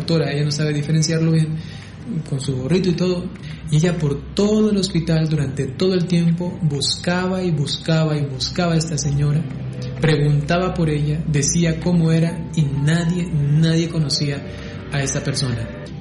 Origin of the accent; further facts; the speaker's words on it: Santo Domingo, Santo Domingo de los Tsáchilas, Ecuador; born there; Yo nací en Santo Domingo.